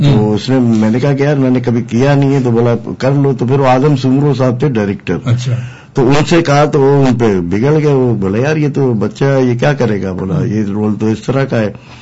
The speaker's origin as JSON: {"language": "Urdu", "town": "Karachi", "region": "Sindh", "country": "Pakistan", "tie": "born there", "said": "تو پھر وہاں پہ جو ہے نا ہمارا ایک محلہ ہے, رنچو لائن نام سنا ہوگا, مارواڑی لائن نا, تو وہیں میری پیدائش ہے."}